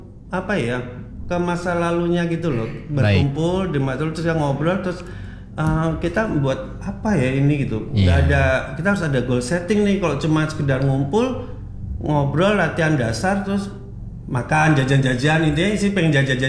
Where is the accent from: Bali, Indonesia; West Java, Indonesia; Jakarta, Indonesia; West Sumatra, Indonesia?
Jakarta, Indonesia; kita ini orang Jakarta